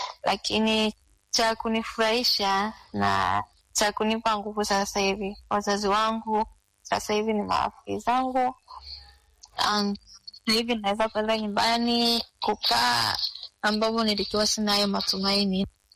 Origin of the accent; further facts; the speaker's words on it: Tarime, Mara, Tanzania; Nyumbani kwetu ni Tarime.